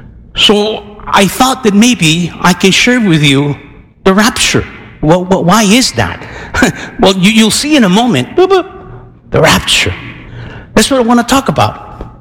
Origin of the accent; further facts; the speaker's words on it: Tijuana, Baja California, Mexico; Well, man, Jack, I'm a guy from Tijuana.